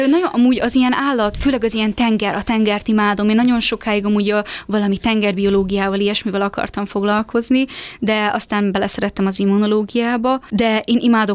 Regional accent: Szeged, Csongrád-Csanád, Hungary; now in Budapest, Hungary; én amúgy alapból szegedi vagyok, de ugye most már Budapesten élek.

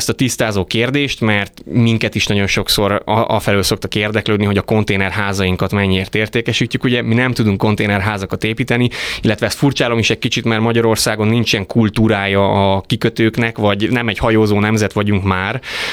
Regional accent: Székely Land, Romania; moved away as an adult; now in Budapest, Hungary; egy klasszikus 21. századi történet az enyém is. Székelyföldi bölcső, Székelyföldön születtem, majd az egyetemet már Budapesten végeztem, a Corvinus Egyetemet, budapesti szerelem, budapesti feleség, budapesti legjobb barátok

